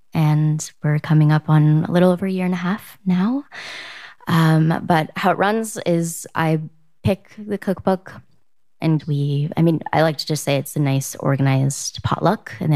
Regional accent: San Diego, California, United States; moved away; also born or lived in Seattle; Yeah, so I'm from San Diego, but I just moved back about 2 years ago.

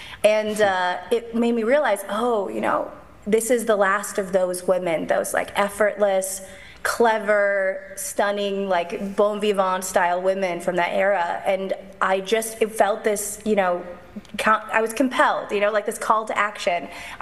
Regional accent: Canada; So, and I'm Canadian, so it's even worse.

